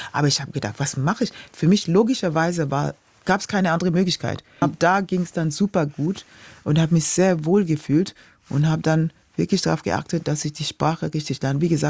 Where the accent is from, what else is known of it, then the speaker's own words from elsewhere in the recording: Kenya; German is a second language; moved away as an adult; now in Germany; Und ich komme an, direkt aus Kenia und stehe da mit meinem Koffer